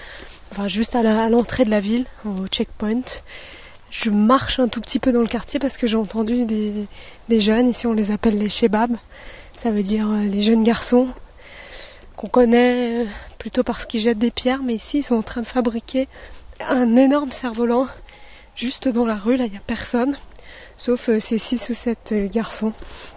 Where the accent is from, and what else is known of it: Paris, Île-de-France, France